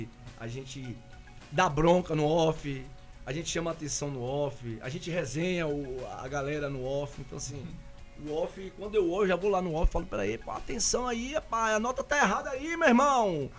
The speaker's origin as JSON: {"language": "Portuguese", "town": "Itapitanga", "region": "Bahia", "country": "Brazil", "also_born_or_lived": "Piaú", "said": "Eu sou do interior, de fato, né? Assim, a gente já é do interior"}